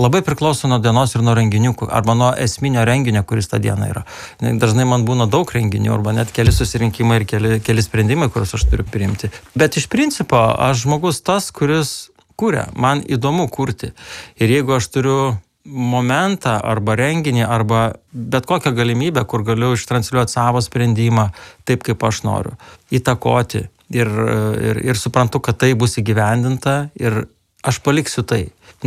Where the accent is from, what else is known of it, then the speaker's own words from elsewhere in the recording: Aukštaitija, Lithuania; Nes aš esu tipiškas aukštaitis, mama iš Panevėžio rajono, mano tėtis iš Kauno rajono.